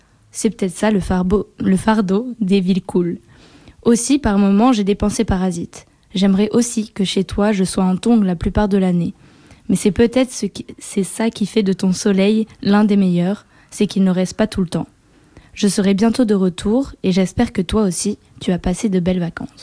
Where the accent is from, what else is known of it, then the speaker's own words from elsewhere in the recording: Auvergne-Rhône-Alpes, France; moved away; Ma terre natale auvergnate n'a que très peu de points communs avec toi. Il y a du relief, beaucoup de relief. Ici, pas une altitude 100, mais une altitude 600.